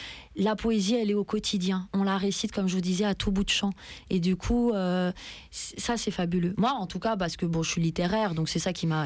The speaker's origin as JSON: {"language": "French", "country": "France", "said": "je suis iranienne ». Comme là quand on me dit « mais tu viens d'où ?»« quoi, je suis française »"}